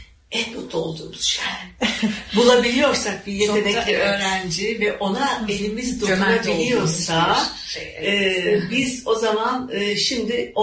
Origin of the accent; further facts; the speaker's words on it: Gaziantep, Turkey; born there; Bir şeyde ben Gaziantep doğumluyum ve devlet okullarında okudum.